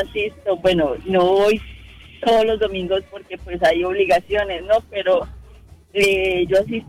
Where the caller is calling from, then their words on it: Colombia; Colombiana.